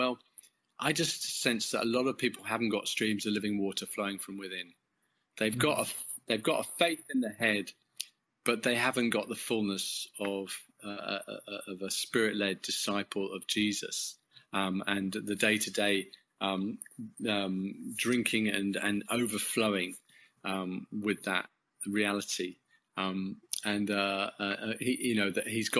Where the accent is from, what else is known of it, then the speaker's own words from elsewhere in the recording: England, United Kingdom; Of this, there are about 300 people there, and I'm English.